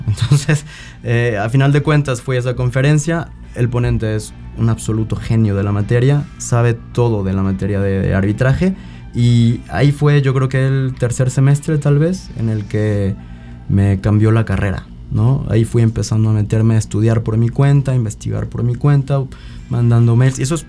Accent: San Luis Potosí, Mexico; siendo mexicano, siendo potosino

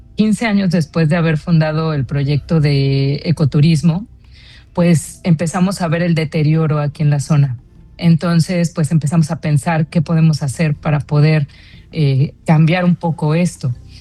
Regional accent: Ciudad Mante, Tamaulipas, Mexico; born there; moved away as an adult; now in Huasteca Potosina, San Luis Potosí, Mexico; Yo soy tamaulipeca, nací en Ciudad Mante, Tamaulipas, y estudié turismo. Posteriormente hice una maestría en gestión del turismo sostenible y llevo 25 años viviendo aquí en la Huasteca Potosina. Me encanta. Desde que terminé la carrera me vine para acá.

